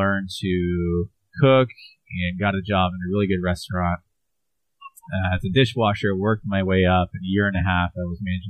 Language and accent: English; Florida, United States; I grew up here in Florida and just had a party